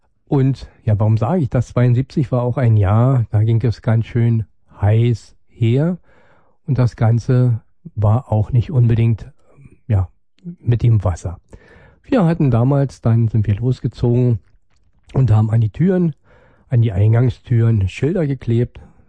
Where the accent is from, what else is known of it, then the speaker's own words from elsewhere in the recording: Brandenburg, Germany; wie wir als Brandenburger ja das auch anders sehen